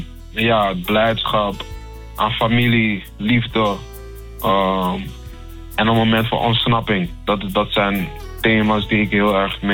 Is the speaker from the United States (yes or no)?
no; Netherlands; ik ben in Nederland opgegroeid, ook hier geboren, maar ik ga heel vaak terug naar Ghana en heb sterke roots daar.